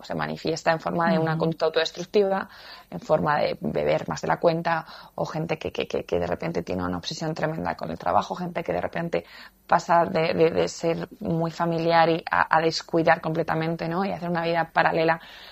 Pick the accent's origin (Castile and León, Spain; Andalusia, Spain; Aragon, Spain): Aragon, Spain; Zaragoza; yo soy de Zaragoza